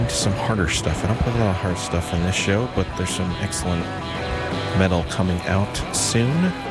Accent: Maine, United States; now in Cambridge, United States; I'm from Maine.

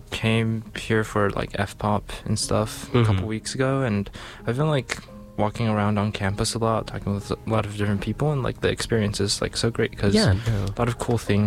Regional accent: San Francisco, California, United States; now in Boston, United States; Oh, no. I'm from San Francisco.

